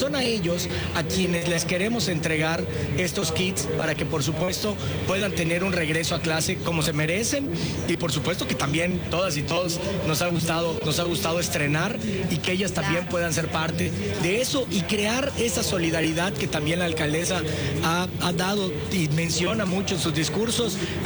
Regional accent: Mérida, Yucatán, Mexico; born there; somos yucatecos y meridanos de nacimiento.

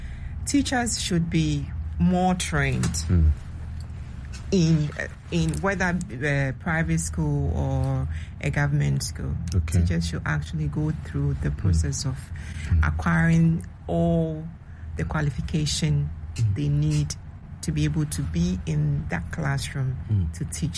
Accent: Eastern Region, Ghana; within my community in my hometown.

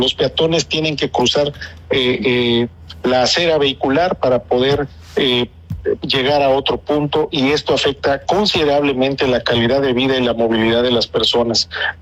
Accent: Acapulco, Guerrero, Mexico; particularmente en Acapulco, que pues es mi tierra, mi origen, mi casa, aquí radico, aquí vive mi familia.

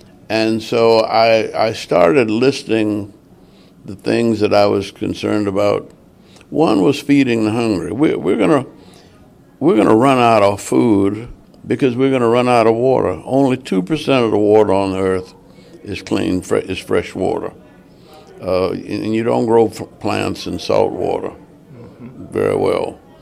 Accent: New Orleans, Louisiana, United States; I grew up in New Orleans, and I've been watching the Mississippi River flood all my life.

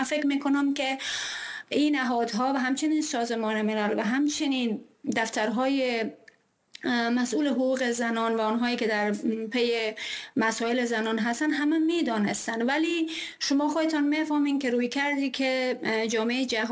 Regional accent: Afghanistan; ماهایی که اهل افغانستان هستیم

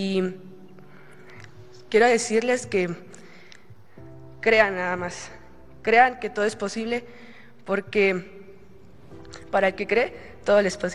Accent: Oaxaca, Mexico; Soy de Oaxaca, de la costa, orgullosamente.

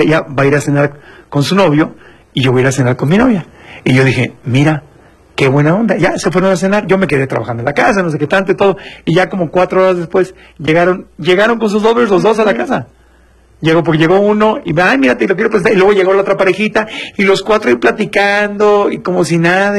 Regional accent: Puebla, Mexico; moved away; ¿por qué como, me salí de Puebla?

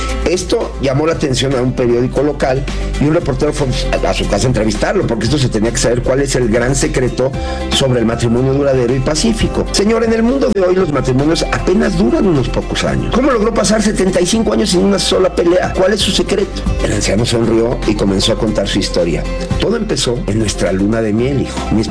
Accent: Mexico; somos buenos los mexicanos, somos buenos

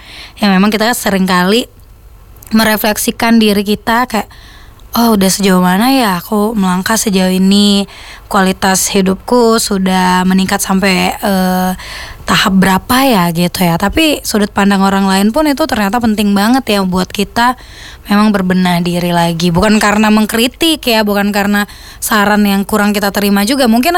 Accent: Palembang, South Sumatra, Indonesia

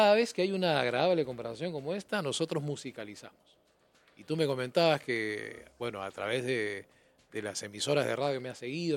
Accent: Talara, Piura, Peru; born there; moved away; la mitad de mi infancia la pasé en Piura, en Talara

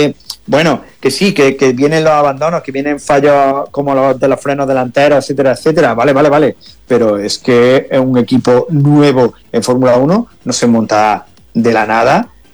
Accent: Spain; te puedes imaginar en mi país, ¿no? En España

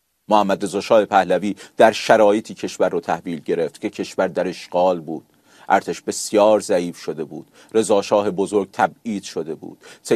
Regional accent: Mazandaran, Iran; من خودم مازندرانی هستم ولی این رو توانش رو ندارم عیناً و لفظ به لفظ به فارسی برگردونم

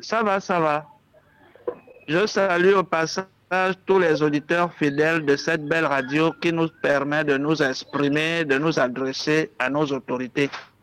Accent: Gabon; Nous sommes des Gabonais. Nous voulons aussi survivre.

